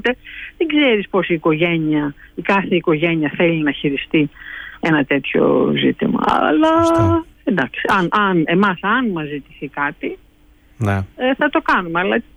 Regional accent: Greece; now in Dublin, Ireland; σαν Έλληνες

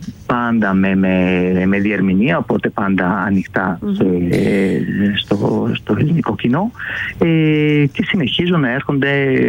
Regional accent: Italy; Greek is a second language; now in Greece; Εγώ θα πω ότι είμαι βέρος Ιταλός.

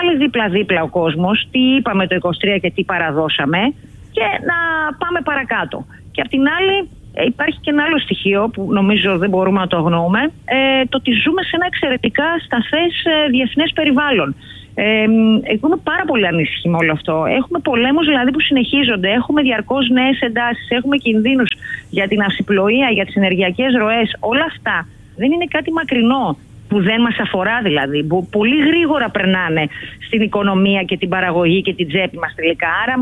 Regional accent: Grevena, Western Macedonia, Greece; also born or lived in Thessaloniki; Είναι το χωριό μου και πιστέψτε με ότι κάθε φορά που έφευγα από την Αθήνα για να πάω στο χωριό μου στα Γρεβενά.

